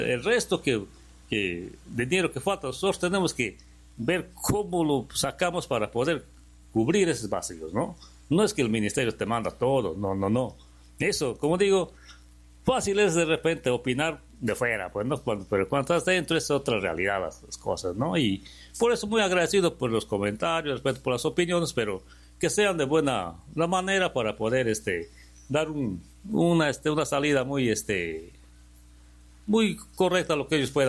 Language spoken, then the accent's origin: Spanish; Bellavista, San Martín, Peru; now in Lamas, Peru; Yo soy de Bellavista, pero ya me siento ser parte de Lamas porque vivo acá, me cobija Lamas y mi familia es de acá y tengo ese amor a Lamas